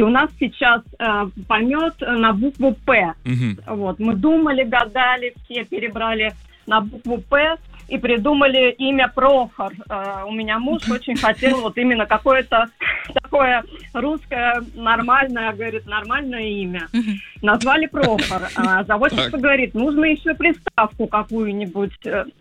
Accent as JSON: {"language": "Russian", "town": "Podolsk", "region": "Moscow Oblast", "country": "Russia", "said": "я из Подольска, мы из Подольска"}